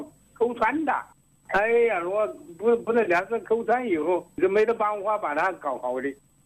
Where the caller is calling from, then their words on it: Hunan, China; 我是湖南。